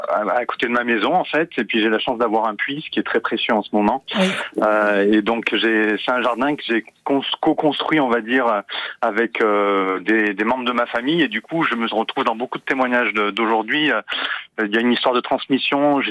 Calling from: Valréas, Provence-Alpes-Côte d'Azur, France; Je suis à Valréas, dans le Vaucluse.

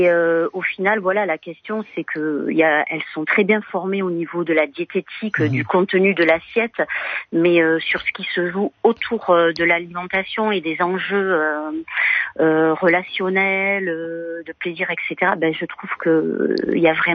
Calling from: Ciboure, Nouvelle-Aquitaine, France; De Cibourg, dans le 64.

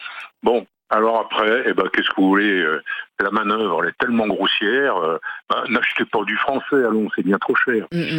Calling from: Avranches, Normandy, France; j'habite la petite ville d'Avranches, sympathique

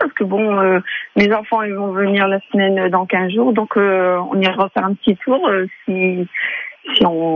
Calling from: Rue, Hauts-de-France, France

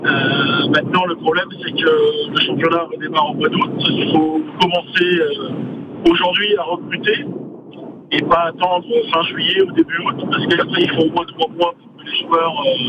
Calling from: Normandy, France; chez moi, je vis en Normandie

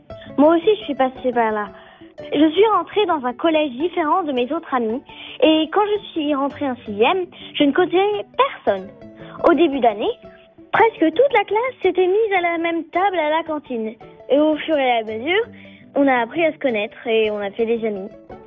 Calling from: Montévrain, Île-de-France, France; j'ai 11 ans et j'habite à Montévrin.

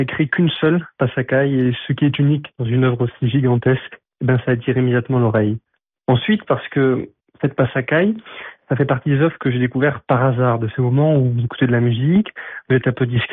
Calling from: Biarritz, Nouvelle-Aquitaine, France; je vous appelle de Biarritz.

